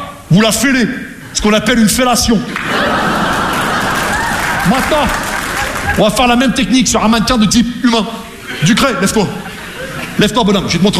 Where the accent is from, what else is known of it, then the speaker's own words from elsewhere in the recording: Rouen, Normandy, France; Parce que moi, je viens de Rouen, tu vois, la Normandie, les Vikings